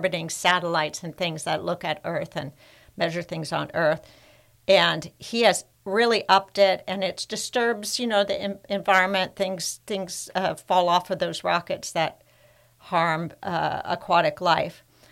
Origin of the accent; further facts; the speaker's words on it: Santa Barbara, California, United States; when I was a little girl growing up in Santa Barbara